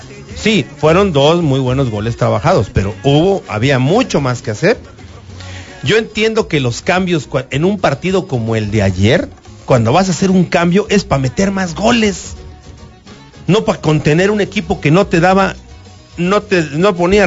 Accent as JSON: {"language": "Spanish", "country": "Mexico", "said": "Me da pena como mexicano."}